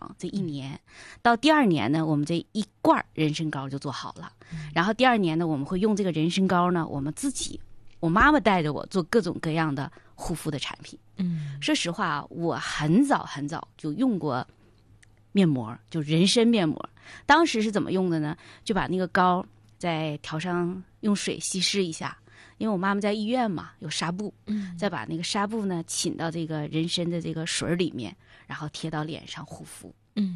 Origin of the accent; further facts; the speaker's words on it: Jilin, China; 我是吉林长大的孩子。